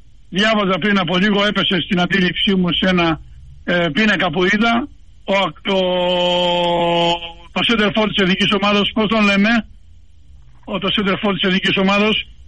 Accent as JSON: {"language": "Greek", "country": "Greece", "said": "ποδοσφαιρόφιλος και ως Έλληνας και ως δημοσιογράφος."}